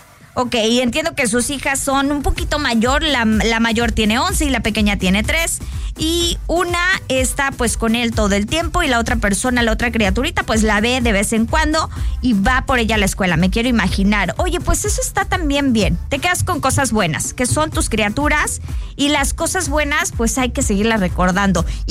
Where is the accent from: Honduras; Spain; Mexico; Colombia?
Mexico; Actopan; moved away; hasta mi bella tierra de El Mango les mando un abrazo, mi Actopan precioso.